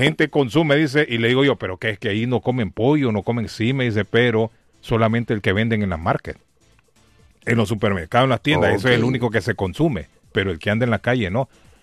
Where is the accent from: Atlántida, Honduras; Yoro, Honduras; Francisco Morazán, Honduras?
Atlántida, Honduras; La Ceiba; moved away; yo soy de la Ceiba.